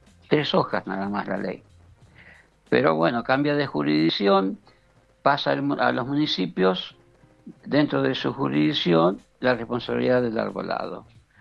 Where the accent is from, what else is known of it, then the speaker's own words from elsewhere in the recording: Godoy Cruz, Mendoza, Argentina; como yo soy de Godoy Cruz, o sea, a la dirección, a Forestación de Godoy Cruz.